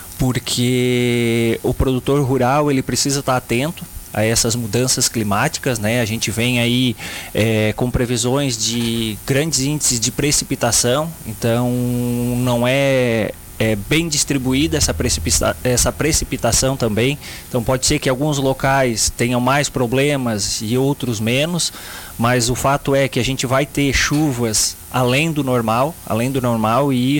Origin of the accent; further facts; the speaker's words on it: Brazil; como a gente é brasileiro